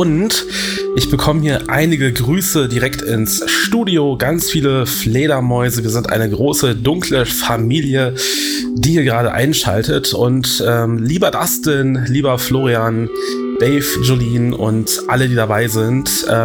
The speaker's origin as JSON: {"language": "German", "town": "Hildesheim", "region": "Lower Saxony", "country": "Germany", "tie": "born or raised there", "said": "oder auch in meiner Heimatstadt Hildesheim in der Mera-Luna-Stadt."}